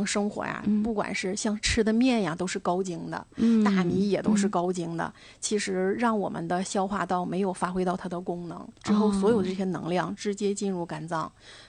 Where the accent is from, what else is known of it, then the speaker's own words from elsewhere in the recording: Dalian, Liaoning, China; 像我们大连人的饮食其实是可以走一条大连版的地中海式的路线